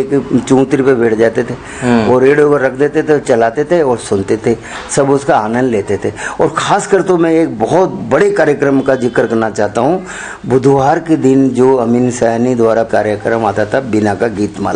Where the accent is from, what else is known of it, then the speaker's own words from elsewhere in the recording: Bundi district, Rajasthan, India; born there; also born or lived in Kota; मेरा गांव था बूंदी जिले में, जहां तक मुझे याद है मैं बहुत छोटा था जब वहां था